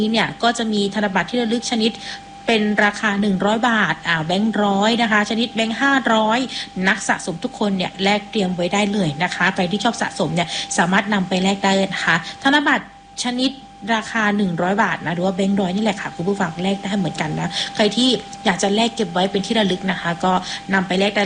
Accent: Southern Thailand, Thailand; ถ้าเป็นคนใต้บ้านเราอ่ะคนใต้แท้ๆเลยอ่ะ

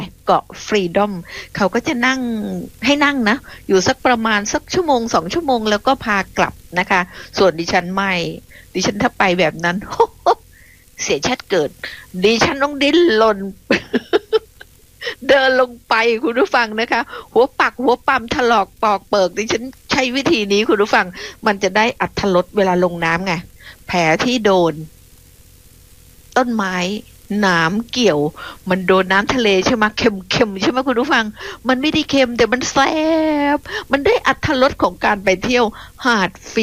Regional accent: Phuket, Thailand

